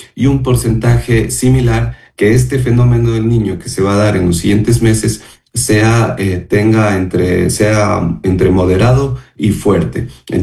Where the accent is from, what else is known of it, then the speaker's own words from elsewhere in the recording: Ecuador; como ecuatorianos pues estamos muy expuestos a este evento climático.